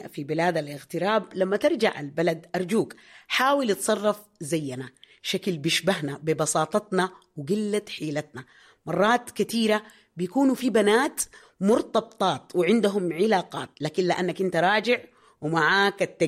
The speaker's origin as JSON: {"language": "Arabic", "country": "Sudan", "said": "لكن أصلا ما بيبقى زي بلدنا الحنين والحلو السودان."}